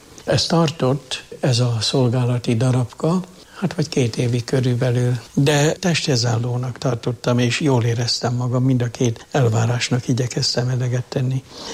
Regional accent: Jászárokszállás, Jász-Nagykun-Szolnok, Hungary; born or raised there

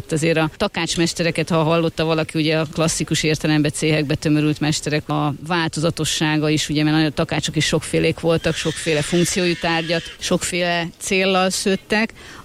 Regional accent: Somogy, Hungary; én somogyi vagyok

